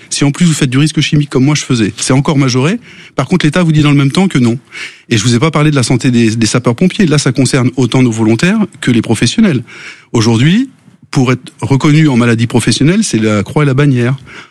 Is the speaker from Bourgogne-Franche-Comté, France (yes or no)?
yes; Chablis, Bourgogne-Franche-Comté, France; le Chablis, ce n'est pas de l'alcool. Donc, je suis de là-bas